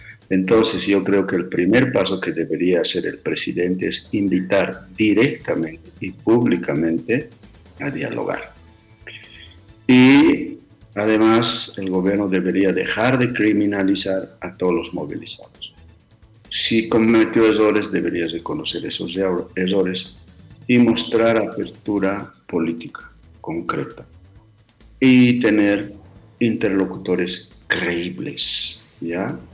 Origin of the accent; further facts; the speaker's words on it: Bolivia; No podemos enfrentarnos como bolivianos.